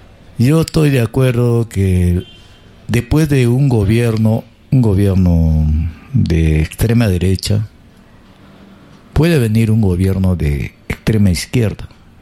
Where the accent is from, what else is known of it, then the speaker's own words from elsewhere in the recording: Peru; Nosotros casi no entendemos nada como peruanos